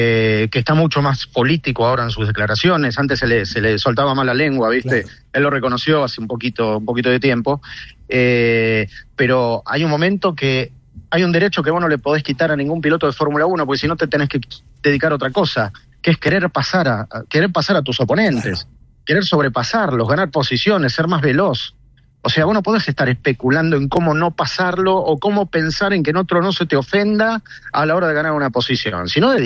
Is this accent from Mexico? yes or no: no; Argentina; Somos tremendo. Pero somos divinos los argentinos.